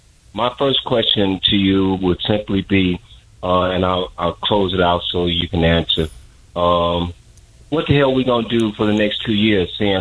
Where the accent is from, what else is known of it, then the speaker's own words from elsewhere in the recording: Chicago, Illinois, United States; I'm an individual from Chicago, Illinois, and I have lived the entire civil rights movement.